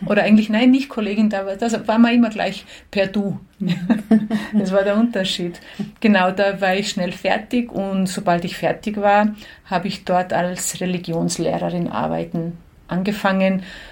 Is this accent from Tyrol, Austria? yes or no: no; Salzburg, Austria; also born or lived in Croatia; Ein großer Teil meiner Kultur, meiner Werte und meiner Kindheit kommen aus Kroatien. Aber gleichzeitig bin ich in Salzburg geboren und habe mein Leben immer zwischen zwei Ländern verbracht.